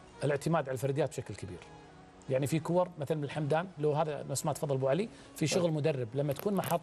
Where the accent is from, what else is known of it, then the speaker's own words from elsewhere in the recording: Kuwait; انا ككويتي